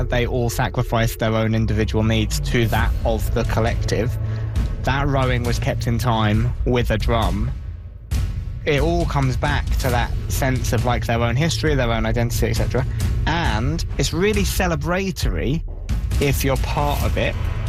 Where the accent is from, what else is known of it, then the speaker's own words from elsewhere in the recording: England, United Kingdom; it may be because I was watching these games as an Englishman in Spain surrounded by Scottish people.